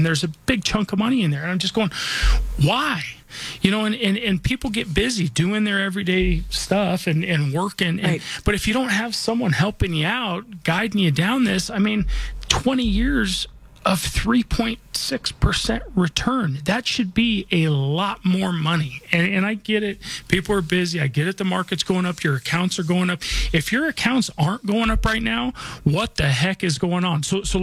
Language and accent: English; Denver, Colorado, United States; I was born and raised here in Denver. This is where I call home. This is where I'm raising my family.